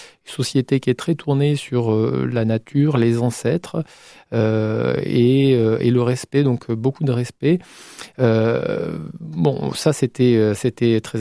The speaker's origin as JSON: {"language": "French", "region": "Nouvelle-Aquitaine", "country": "France", "said": "Oui, alors moi je suis basque d'origine, ma femme est basque, tout nous poussait à nous installer au Pays Basque."}